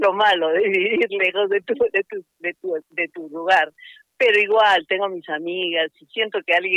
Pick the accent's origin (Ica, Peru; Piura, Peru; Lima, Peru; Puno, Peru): Lima, Peru; born there; now in Arequipa, Peru; Decía yo que nací en Lima, pero soy arequipeña